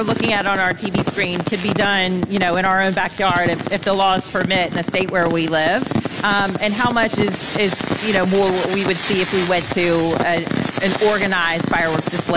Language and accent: English; North Carolina, United States; I'm from North Carolina.